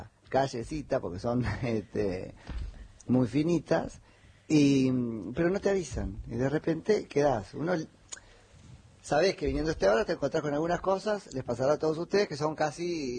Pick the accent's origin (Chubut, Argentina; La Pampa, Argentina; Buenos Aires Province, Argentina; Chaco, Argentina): Buenos Aires Province, Argentina; San Andrés de Giles; yo me acuerdo cuando era chiquito en San Andrés de Giles, ha cambiado muchísimo la recolección de basura.